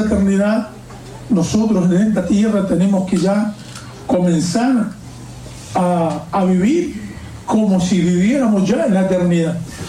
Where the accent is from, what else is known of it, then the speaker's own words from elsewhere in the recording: Chile; born there; yo nací en Chile, mi procedencia, mis raíces son de Chile, nací en Chile.